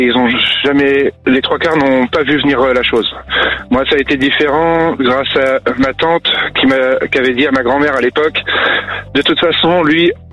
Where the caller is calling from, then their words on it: Poitiers, Nouvelle-Aquitaine, France; je suis sur Poitiers.